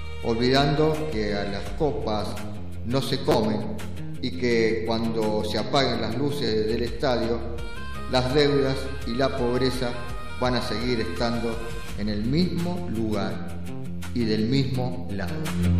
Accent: Argentina

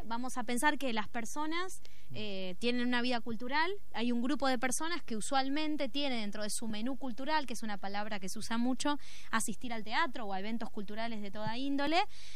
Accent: Santa Fe, Argentina; yo soy santafesina del sur.

